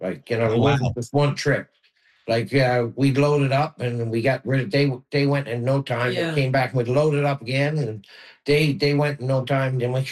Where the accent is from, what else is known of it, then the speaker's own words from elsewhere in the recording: Newfoundland and Labrador, Canada; moved away as an adult; also born or lived in Ontario; just being a Newfoundlander.